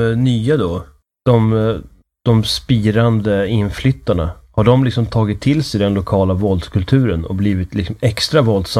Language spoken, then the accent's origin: Swedish; Uppsala, Uppsala County, Sweden; Ja, det är inte alls lika illa ställt i min hemstad. Alltså i Stenhagen och Gottsunda och sånt där. Det är liksom kanske inte paradiset på jorden.